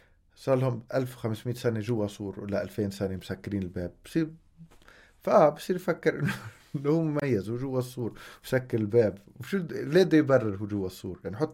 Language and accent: Arabic; Jerusalem, Palestine; وإنه إحنا أولاد القدس، وبصير تتصرف accordingly، يعني إنه إحنا عيب أولاد القدس بيعملوا الشيك لازم كذا.